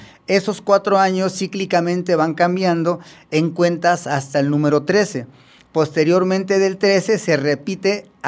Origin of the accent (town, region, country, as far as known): Mexico